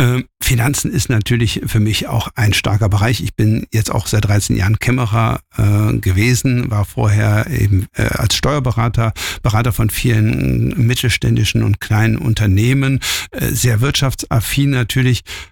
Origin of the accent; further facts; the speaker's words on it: Cologne, North Rhine-Westphalia, Germany; born there; now in Georgsmarienhütte, Germany; Ja, ich bin 53 Jahre alt, komme gebürtig aus Köln, bin verheiratet, Vater von drei Kindern, lebe jetzt seit 2021 in Gemhütte